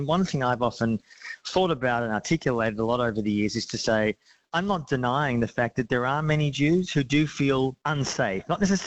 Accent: Melbourne, Victoria, Australia; born there; also born or lived in Sydney, Australia; I was born in Melbourne, but I've spent a lot of that time in Sydney, although I've also been based overseas in Africa and the Middle East, in Palestine.

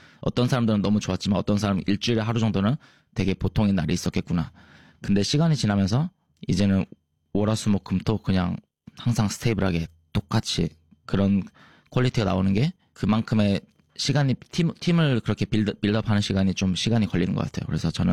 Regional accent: South Korea; 근데 하지만 저는 한국에서 자라왔기 때문에 그런 맛 경험들이 다 제 기억 속에 있기 때문에

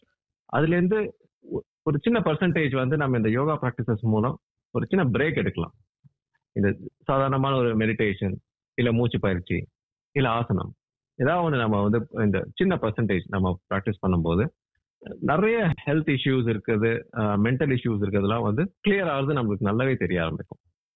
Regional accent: India; moved away as an adult; now in Australia; நான் இந்தியாவில் தான் பிறந்து வளர்ந்தேன்.

